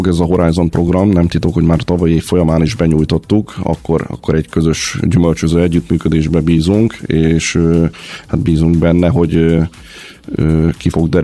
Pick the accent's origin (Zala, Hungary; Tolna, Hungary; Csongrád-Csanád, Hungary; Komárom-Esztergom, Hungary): Csongrád-Csanád, Hungary; Ásotthalom; Én alföldi származású vagyok, Ásotthalomról származom